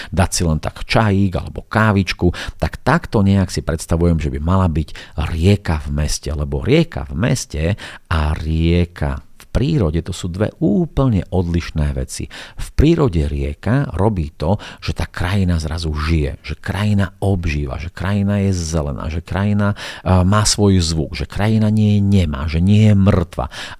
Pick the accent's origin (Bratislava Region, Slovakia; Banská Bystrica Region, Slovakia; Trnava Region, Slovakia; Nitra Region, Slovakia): Bratislava Region, Slovakia; Bratislava; born there; now in Košice, Slovakia; lebo ja som sa narodil v Bratislave, bývam teraz v Košiciach, tak som východňar